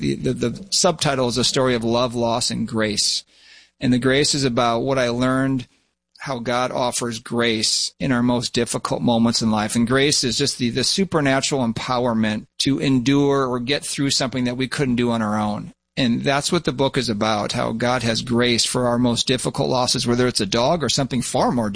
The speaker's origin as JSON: {"language": "English", "region": "Minnesota", "country": "United States", "tie": "born or raised there", "said": "I love being around my family and close friends back here where I grew up in Minnesota. I still reside here."}